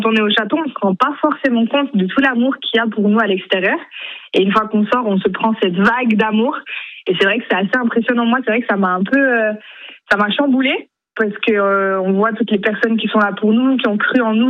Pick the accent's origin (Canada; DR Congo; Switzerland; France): Switzerland; vu que je suis suisse